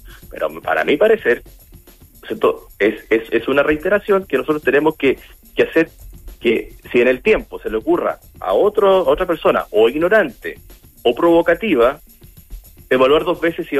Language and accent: Spanish; Magallanes and Chilean Antarctica, Chile; como magallánico, como chileno